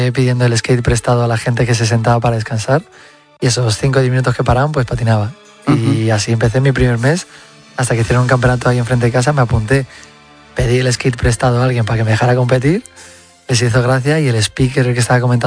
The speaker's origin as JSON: {"language": "Spanish", "town": "Móstoles", "region": "Community of Madrid", "country": "Spain", "tie": "born or raised there", "said": "yo soy de Móstoles y enfrente de mi casa había un polideportivo"}